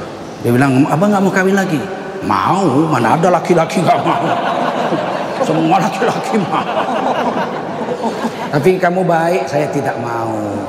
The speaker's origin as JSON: {"language": "Indonesian", "town": "Medan", "region": "North Sumatra", "country": "Indonesia", "said": "Dan saya orang Medan. Kami orang Medan paling jijik makan bubur."}